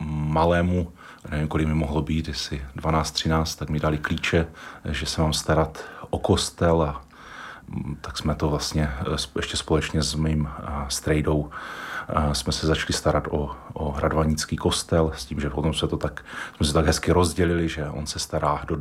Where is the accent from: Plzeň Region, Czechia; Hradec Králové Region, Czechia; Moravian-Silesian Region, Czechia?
Moravian-Silesian Region, Czechia; Ostrava; born there; Já jsem se narodil v Bartovicích, no dneska tam žijí moji rodiče.